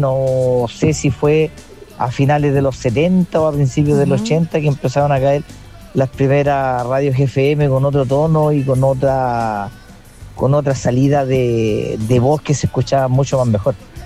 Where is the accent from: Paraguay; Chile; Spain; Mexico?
Chile; southern Chile; Porque yo vengo del sur de Chile, y para allá lo único que teníamos, todavía me acuerdo, una radio nacional a pila que era de mi tata